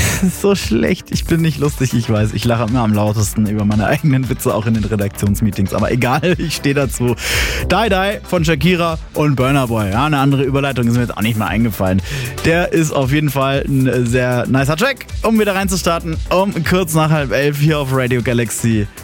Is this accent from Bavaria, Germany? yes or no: yes; Bavaria, Germany; in Franken, na, da wo ich herkomme, da sagt man ja, hopp jetzt, mach mal